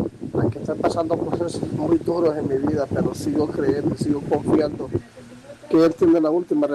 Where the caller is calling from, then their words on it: La Ceiba, Atlántida, Honduras; Soy de acá de La Ceiba, de Ciudad de La Ceiba.